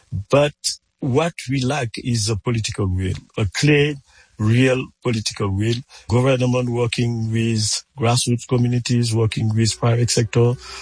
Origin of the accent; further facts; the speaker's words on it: Senegal; But we have to be aware of our own capabilities also. … from Senegal.